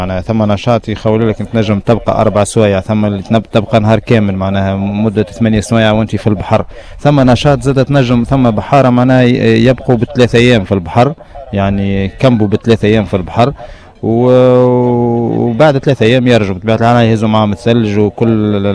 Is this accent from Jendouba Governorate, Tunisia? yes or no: yes; Tabarka, Jendouba Governorate, Tunisia; ونحن في تبرقه اغلبيه تاع العائلات خاصه البحاره